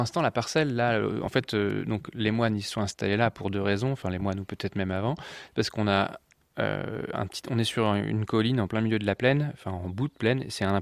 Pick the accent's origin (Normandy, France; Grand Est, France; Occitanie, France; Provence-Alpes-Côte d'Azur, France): Normandy, France; je suis normand.